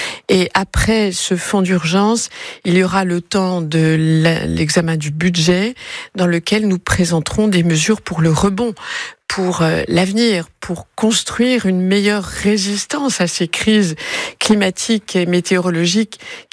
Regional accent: Bourgogne-Franche-Comté, France

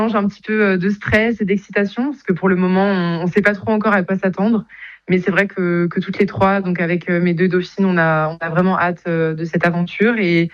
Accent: Katzenthal, Grand Est, France; je suis originaire de Katzenthal, donc qui est quand même une commune viticole, donc j'ai toujours vu les tracteurs, été entouré de vignes

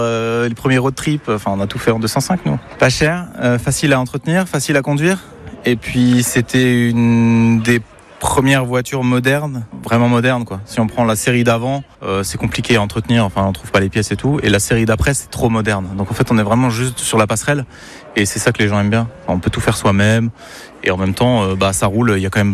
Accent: Mulhouse, Grand Est, France; Et moi, chez moi, en Alsace, pareil, Mulhouse

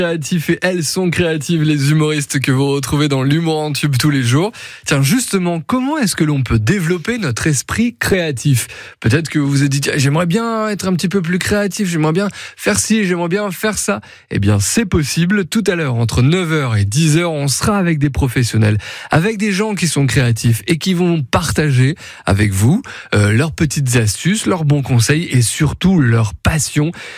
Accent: Bourgogne-Franche-Comté, France; chez nous en Bourgogne

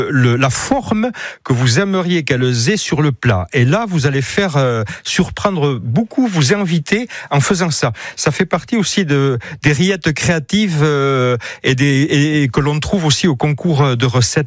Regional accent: Nouvelle-Aquitaine, France; accent: sud-sarthe; J'ai un accent sud-sarthe prononcé, comme on me dit.

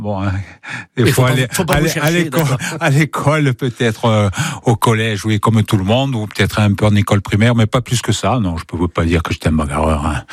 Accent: Albertacce, Corsica, France; Il y a 5 villages, moi je suis d'Albertach.

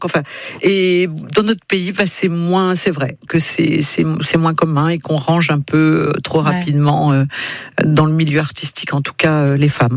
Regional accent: France; Je lui ai dit oui, je suis française.

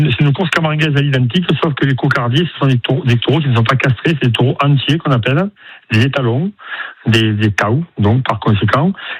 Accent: Saint-Rémy-de-Provence, Provence-Alpes-Côte d'Azur, France; Moi, je suis originaire plutôt du côté de Saint-Rémy-de-Provence, où là-bas, il y a aussi des arènes, et des courses de taureaux, et des abrivados, des bandidos, des anciens.

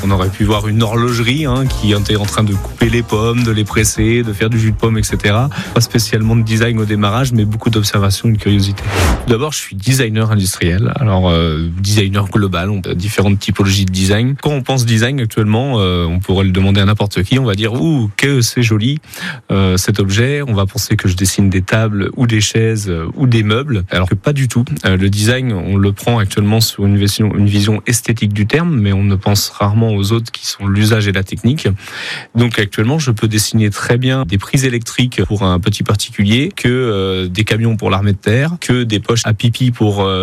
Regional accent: Auvers-le-Hamon, Pays de la Loire, France; J'ai grandi à Auvers-le-Hamon, donc à côté de Sablé-sur-Sarthe, bercé par la famille.

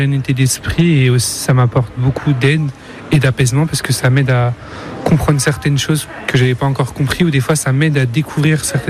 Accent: Tours, Centre-Val de Loire, France; je viens de Tours

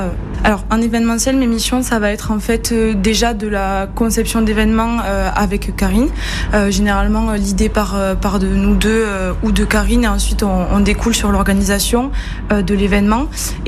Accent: Occitanie, France; born there; Je suis née dans le Tarn, donc terre de rugby, plutôt rugby à 15.

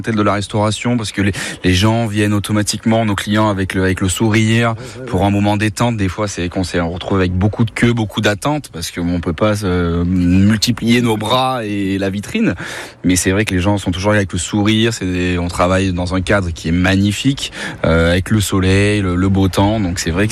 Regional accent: Occitanie, France; moved away as an adult; now in Lyon, France; Je suis originaire de Lozère. Je suis venu faire mes études supérieures à Lyon.

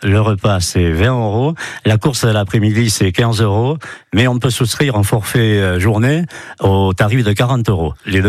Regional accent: Nouvelle-Aquitaine, France; born there; j'ai fait comme beaucoup d'ados en Chalosse, de temps en temps on descend dans l'arène pour les fêtes patronales.

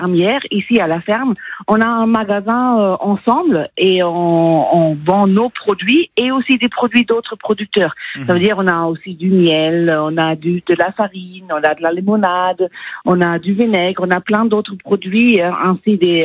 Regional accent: Germany; French is a second language; now in Limeux, France; moi, ça s'entend peut-être un tout petit peu, je ne suis pas originaire berrichonne. À peine. Je viens de l'Allemagne.

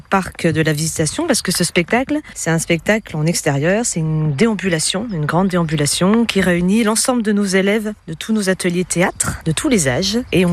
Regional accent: Bourgogne-Franche-Comté, France; moi, je suis de Haute-Saône. Donc, je suis quand même franc-comtoise. Donc, je suis bien d'ici.

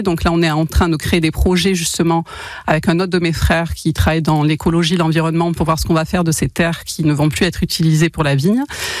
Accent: Captieux, Nouvelle-Aquitaine, France; on vient de Capcieux, qui est une petite commune

